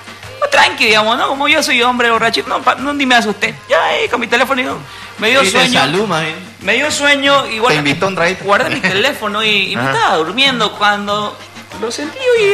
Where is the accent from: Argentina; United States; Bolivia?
Bolivia; Jorochito, Santa Cruz; moved away; yo estaba yendo a Jorochito a visitar mi pueblo.